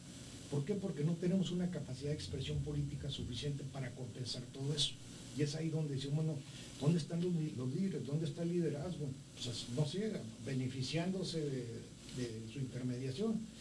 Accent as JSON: {"language": "Spanish", "country": "Mexico", "said": "Entonces, todo es una reflexión que como mexicanos, como país, cada quien en su parcela, tenemos que actuar."}